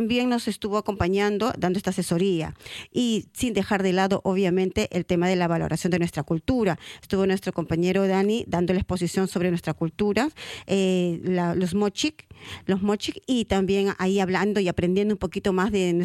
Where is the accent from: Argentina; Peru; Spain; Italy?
Peru; conectar el vínculo con nuestro país, con la problemática, con lo que estamos haciendo como peruanos o como latinos.